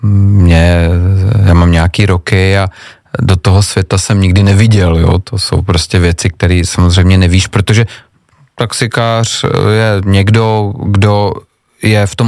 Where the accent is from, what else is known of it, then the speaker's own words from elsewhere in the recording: Olomouc, Olomouc Region, Czechia; Když vidím, kolik taxíků je třeba v Praze a kolik taxíků je u nás v Olomouci